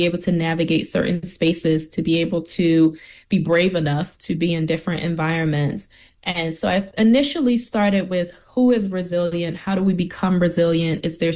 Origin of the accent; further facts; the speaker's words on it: Washington, District of Columbia, United States; I grew up in Washington, D.C., in sort of like the outskirts, the border of Northeast D.C. and Prince George's County.